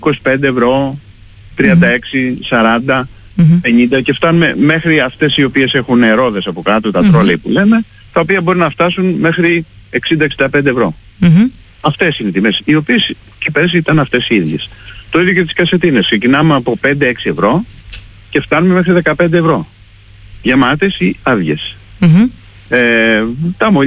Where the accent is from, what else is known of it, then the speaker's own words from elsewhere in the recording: Patras, Western Greece, Greece; είμαστε πατρινοί mm-hmm. πάρα πολλά χρόνια